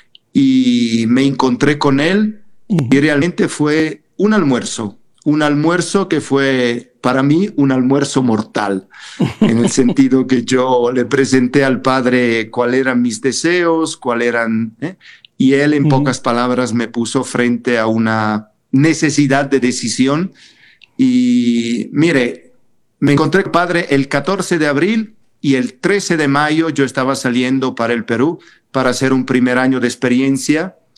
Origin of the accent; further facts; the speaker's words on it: Bergamo, Lombardy, Italy; yo soy italiano, vengo de la provincia de la diócesis de Bérgamo, conocida por ser la diócesis del Papa Juan XXIII